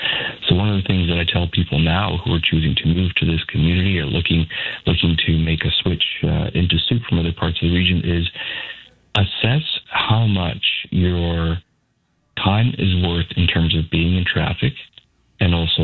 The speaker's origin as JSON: {"language": "English", "town": "Victoria", "region": "British Columbia", "country": "Canada", "tie": "born or raised there", "said": "I grew up in the city. I grew up in Victoria. And for a little while, we lived in Esquimalt."}